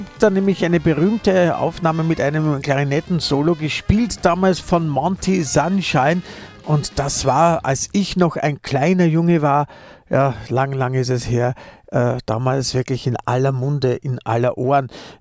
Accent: Austria; den man im Radio früher bei uns in Österreich auch sehr oft gehört hat

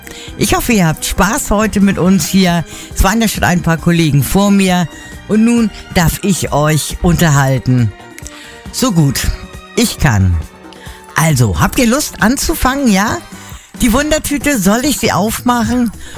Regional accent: Hamburg, Germany; moved away as an adult; now in Hungary; Ich komme aus Hamburg, lebe seit nunmehr 15 Jahren in Ungarn, fühle mich mega wohl hier

